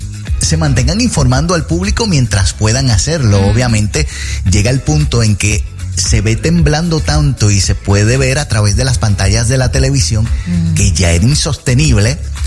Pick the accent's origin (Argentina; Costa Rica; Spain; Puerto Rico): Puerto Rico; tengo un gusto exquisito como buen boricua.